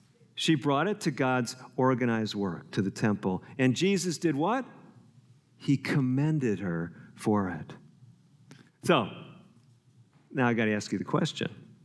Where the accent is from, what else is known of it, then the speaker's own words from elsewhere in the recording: Chicago, Illinois, United States; I grew up in Chicago